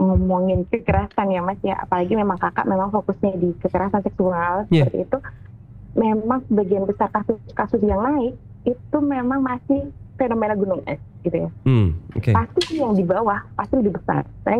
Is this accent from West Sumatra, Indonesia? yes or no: no; Wonogiri, Central Java, Indonesia; saya juga orang Wonogiri